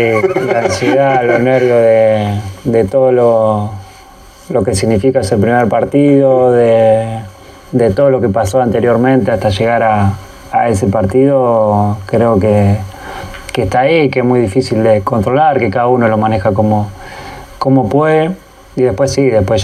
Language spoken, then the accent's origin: Spanish; Argentina; Hablo como gente, como país, como argentino.